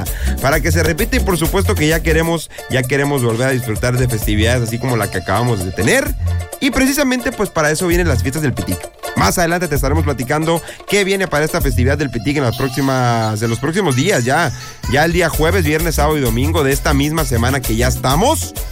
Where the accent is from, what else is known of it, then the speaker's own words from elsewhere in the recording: Sonora, Mexico; Si nos gusta, como buen sonorense, nos gusta el meneo, nos gusta el cotorreo